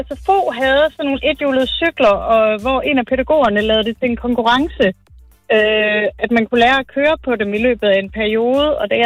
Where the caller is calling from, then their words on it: Aarhus, Central Denmark Region, Denmark; Jeg er fra Aarhus.